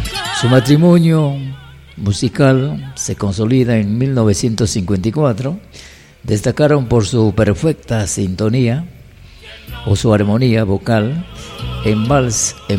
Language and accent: Spanish; Peru; Y como buenos peruanos, siempre orgullosos de difundir nuestra música peruana, porque donde late un corazón peruano está la patria